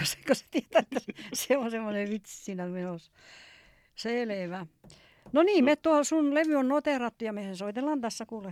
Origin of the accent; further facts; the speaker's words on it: Karelia, Finland; Minä olen karjalainen, mutta minun käynyt Karjalassa ja kyllähän se on hieno.